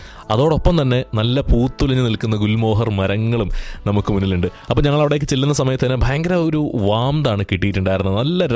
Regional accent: Kerala, India; ഇപ്പോൾ coming back from നമ്മുടെ കേരളത്തിൽ നിന്ന് വരുന്നവരായതുകൊണ്ട് തന്നെ

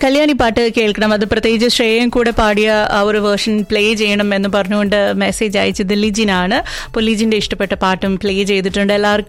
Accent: Thiruvananthapuram, Kerala, India; ഞങ്ങൾ തിരുവനന്തപുരത്തുകാരെന്തെന്ന് പറയും

